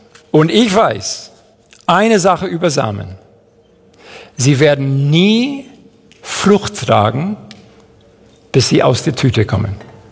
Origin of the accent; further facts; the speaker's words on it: Madrid, Community of Madrid, Spain; German is a second language; also born or lived in Seville / near Chicago; now in Fischbach, Germany; ich bin in Großstadt Madrid aufgewachsen, bin in Sevilla geboren, Madrid aufgewachsen, dann bin ich umgezogen in die Nähe von Chicago und jetzt wohne ich in der nächste große Weltstadt Fischbach. Eigentlich bin ich als City Slicker aufgewachsen, das heißt Stadtmensch auf Englisch.